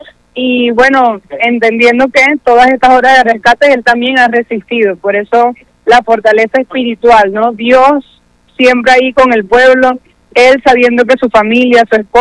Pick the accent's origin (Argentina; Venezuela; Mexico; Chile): Venezuela